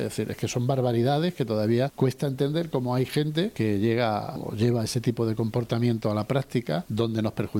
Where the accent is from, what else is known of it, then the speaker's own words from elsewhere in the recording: Melilla, Spain; lo que nos afecta es a todos los melillenses